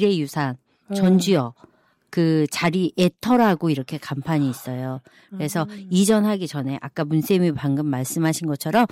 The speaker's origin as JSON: {"language": "Korean", "town": "Jeonju", "region": "North Jeolla", "country": "South Korea", "tie": "born there", "said": "저는 이제 덕진에서 태어났기 때문에 검문소 자리에서 태어났기 때문에 덕진공원 사진들이 엄청"}